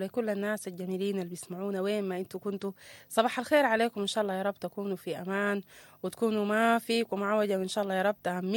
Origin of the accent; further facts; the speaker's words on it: Sudan; اللي بتهمنا كلنا كسودانيين